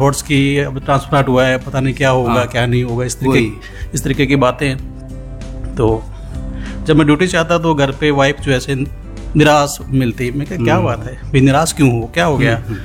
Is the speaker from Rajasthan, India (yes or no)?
yes; Sri Ganganagar district, Rajasthan, India; और मैं राजस्थान के श्री गंगानगर जिले का निवासी हूँ